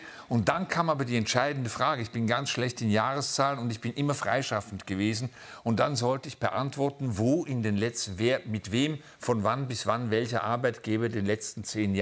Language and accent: German; Switzerland; Aber wir waren quasi die Hyper-Westis